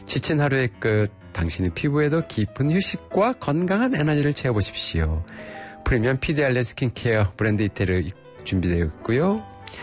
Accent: Gangwon, South Korea; moved away; 제 고향이 강원도인데

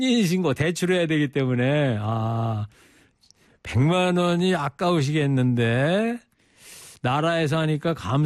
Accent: Anseong, Gyeonggi Province, South Korea; moved away; 제가 지난주에 제 고향 안성 갔다 왔는데

